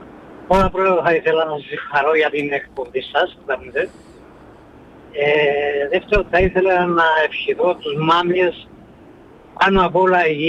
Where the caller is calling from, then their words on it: Livadia, Larnaca District, Cyprus; είμαι από τα Λιβάδια